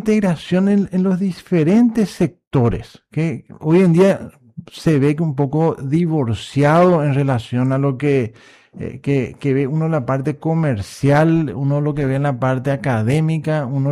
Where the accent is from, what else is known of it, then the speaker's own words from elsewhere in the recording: Encarnación, Itapúa, Paraguay; Yo soy encarnaceno.